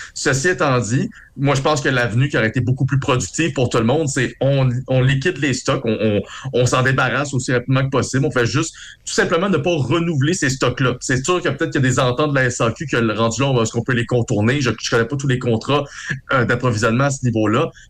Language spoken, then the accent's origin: French; Canada; en tant que Canadien, on s'entend